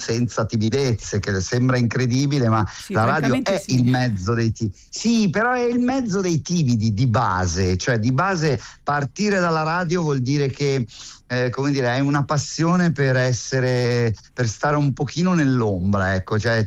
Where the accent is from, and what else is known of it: Metanopoli, Lombardy, Italy